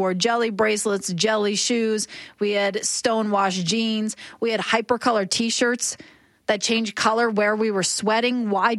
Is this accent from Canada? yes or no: yes; Ontario, Canada; I grew up when there was the Sky Dome because I grew up outside Toronto.